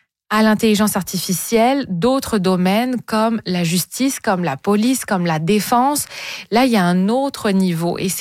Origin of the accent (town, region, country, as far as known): Canada